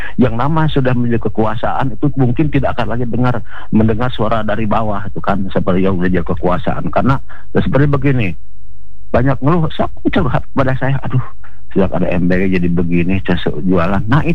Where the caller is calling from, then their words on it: Bandung, West Java, Indonesia; Saya dari Bandung ya.